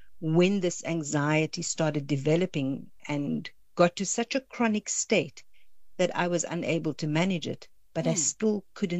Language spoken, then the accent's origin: English; Cape Town, Western Cape, South Africa; moved away as an adult; I'm originally from Cape Town, and I spent the first 10 years of my career there